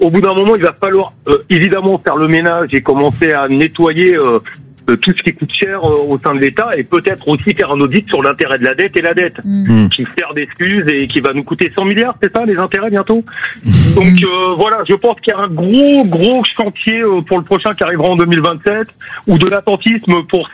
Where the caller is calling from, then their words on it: Pau, Nouvelle-Aquitaine, France; je vous appelle de Pau.